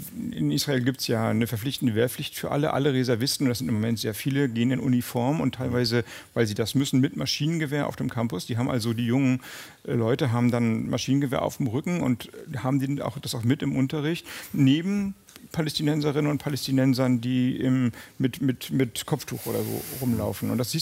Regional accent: Germany; ich bin Deutscher und da machen wir richtige Universität

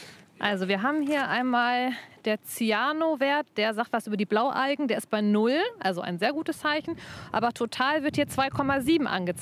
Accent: Cologne, North Rhine-Westphalia, Germany; Ich als Kölnerin

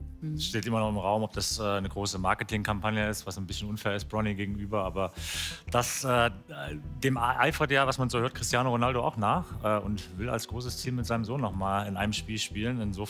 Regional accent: Leipzig, Saxony, Germany; born there; ich bin gebürtiger Leipziger

